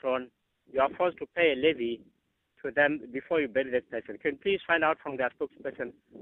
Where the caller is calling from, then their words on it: Sidibeng, Limpopo, South Africa; I'm calling from Sidibeng under Bulobedu Rural Council.